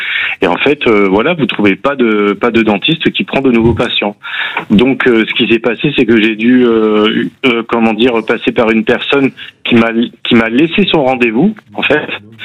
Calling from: Nouvelle-Aquitaine, France; Je suis en zone un peu plus rurale, voilà. Je suis à 1h15 de Périgueux

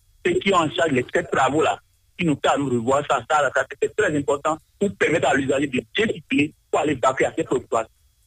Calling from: Cotonou, Littoral, Benin; Je vous appelle de Fidjousset.

